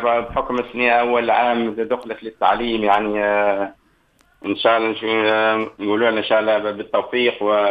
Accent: Kebili, Kebili Governorate, Tunisia; من أصيل منطقة قبلي، وبالتحديد الرابطة.

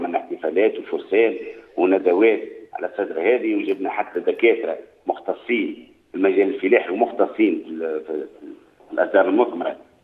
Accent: Siliana, Tunisia

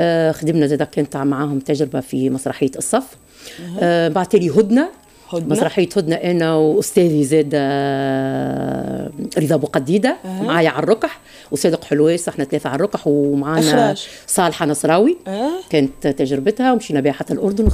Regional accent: Tunisia; من اقوى ما عندنا في تونس

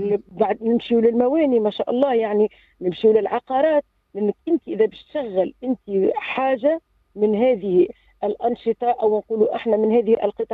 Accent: Tunisia; حتى مش انا اليوم تونسي نعرف،

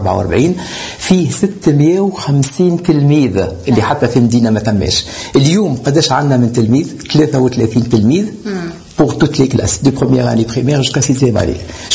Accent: Tunisia; كيف جيت أنا من تونس يعني وهذه بلادنا هذه تولدت فيها أمي وبابا وجدودي

